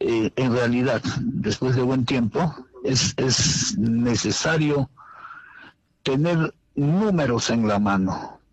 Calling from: Puno, Peru

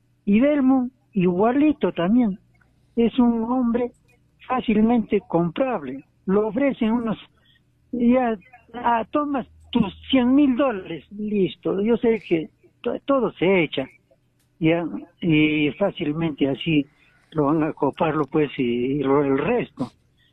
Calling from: Peru

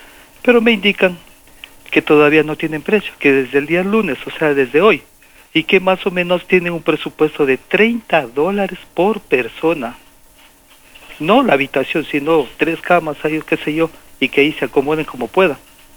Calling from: Loja, Ecuador; Le estoy llamando desde el Cantón Paltas.

